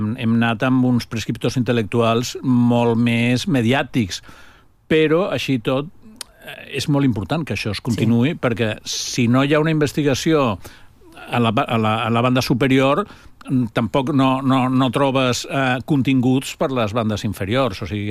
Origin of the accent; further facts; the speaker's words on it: Barcelona, Catalonia, Spain; però com a barceloní penso per a Barcelona és bo que sigui una capital turística